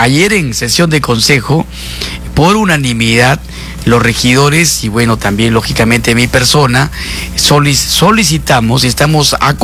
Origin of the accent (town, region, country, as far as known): La Victoria, Lambayeque, Peru